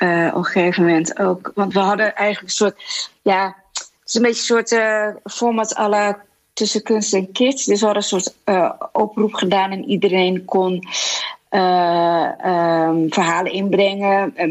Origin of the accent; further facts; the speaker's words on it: Netherlands; ik ben in Nederland opgegroeid en ging hier naar de lagere school en de middelbare school.